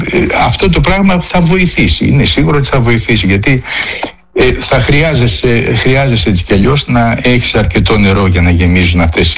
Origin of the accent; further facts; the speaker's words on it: Athens, Attica, Greece; Εγώ πιτσιρικά θυμάμαι, μεγάλωσα στην Αθήνα, υπήρχαν περίοδοι που καίγαν τα πόμολα, έτσι, τον Ιούλιο και τον Αύγουστο.